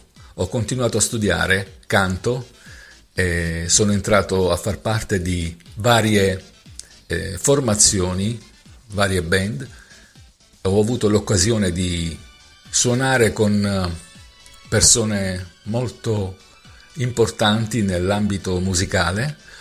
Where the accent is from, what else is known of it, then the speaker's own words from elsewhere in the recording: Brindisi, Apulia, Italy; sono di Brindisi, sono musicista.